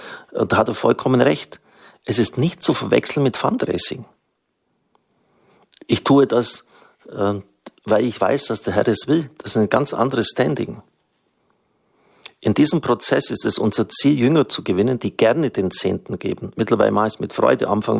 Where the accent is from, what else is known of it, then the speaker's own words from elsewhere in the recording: Baden-Württemberg, Germany; Und die Schwaben gelten ja nicht unbedingt als unbedingt spendenfreudig. Ich bin ein geborener Schwabe.